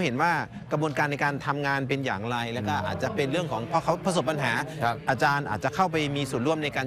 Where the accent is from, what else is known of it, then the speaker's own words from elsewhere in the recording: Maha Sarakham, Thailand; ในฐานะที่ผมเป็นคนมหาสารคาม